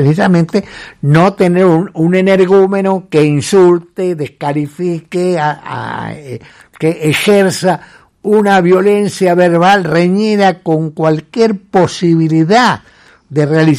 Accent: Santa Fe, Argentina; Yo soy un periodista de provincia, de Santa Fe.

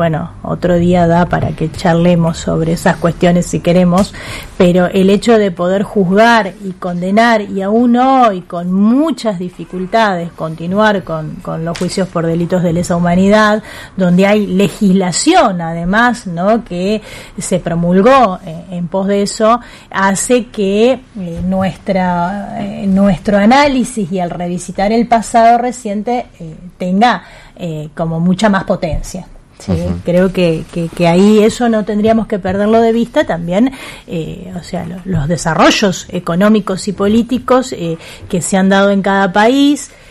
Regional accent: Argentina; nosotros, que como argentinos

